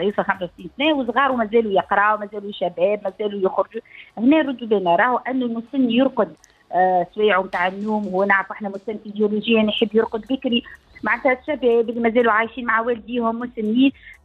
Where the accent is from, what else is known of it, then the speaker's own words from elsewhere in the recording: Tunisia; عندنا في تونس